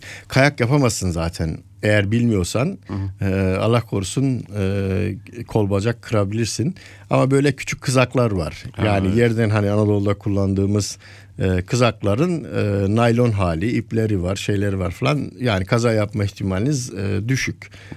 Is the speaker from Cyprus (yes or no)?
no; Feke, Adana, Turkey; born there; moved away; Bizim köyde Toroslar'da, Feke ilçesi, Kayseri'ye çok yakın. Kayseri ikliminden sürekli etkilenir ve zaman zaman iyi kar da yağar.